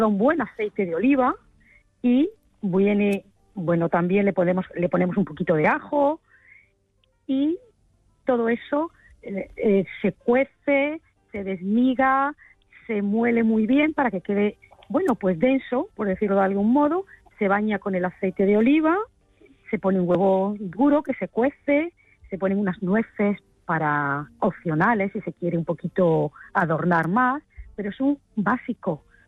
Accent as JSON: {"language": "Spanish", "town": "Granada", "region": "Andalusia", "country": "Spain", "said": "Bueno, yo soy de Granada."}